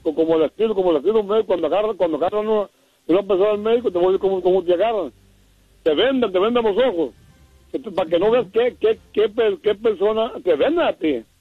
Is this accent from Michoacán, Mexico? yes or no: yes; Michoacán, Mexico; porque soy mexicano, michoacano.